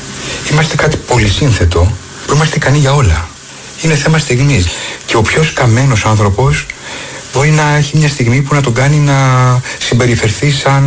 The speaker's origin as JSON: {"language": "Greek", "town": "Rhodes", "region": "South Aegean", "country": "Greece", "tie": "born there", "said": "Γεννήθηκα στη Ρόδο εκ παραδρομής."}